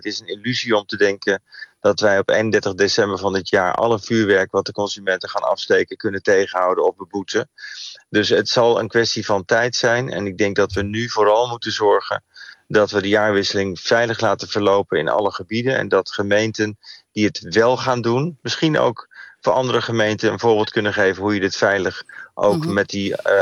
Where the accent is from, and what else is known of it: Netherlands